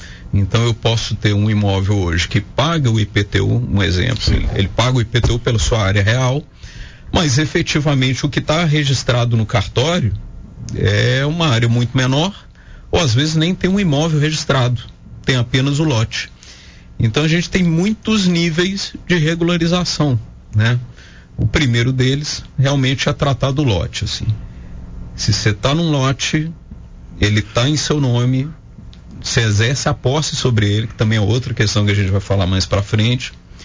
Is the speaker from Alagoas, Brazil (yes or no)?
no; Coronel Fabriciano, Minas Gerais, Brazil; Sou formado aqui, fiz especialização fora, mas sou daqui de Fabriciano.